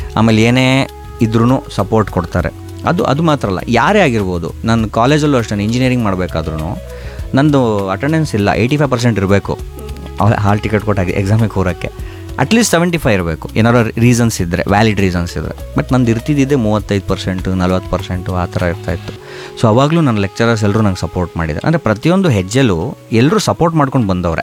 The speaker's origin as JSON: {"language": "Kannada", "town": "Shivamogga", "region": "Karnataka", "country": "India", "said": "Shivamogga ನನ್ನೂರು, coffee ನಾಡಿಂದ ಮಲೆನಾಡಿಗೆ ಬಂದು ಆಮೇಲೆ ಇವತ್ತು ನಾನು ಏನಾಗಿದ್ದೀನೋ, ಏನು ಸ್ವಲ್ಪ ಮಟ್ಟಿಗೆ ಆಗಿದ್ದೀನೋ, ಅದಕ್ಕೆ ಕಂಪ್ಲೀಟ್ ಕ್ರೆಡಿಟ್ ಶಿವಮೊಗ್ಗ"}